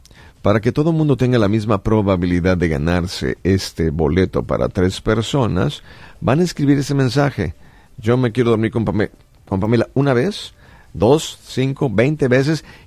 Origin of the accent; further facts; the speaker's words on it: Culiacán, Sinaloa, Mexico; A ver, yo vengo de Culiacán y vengo de México y Estados Unidos a Buenos Aires.